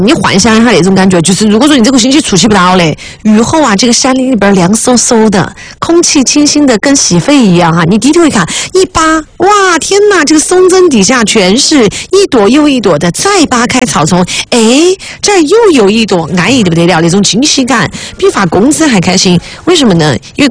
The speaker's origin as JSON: {"language": "Chinese", "region": "Sichuan", "country": "China", "said": "反正我作为一个四川人哈，还包括像云贵两个地方，云贵川嘛"}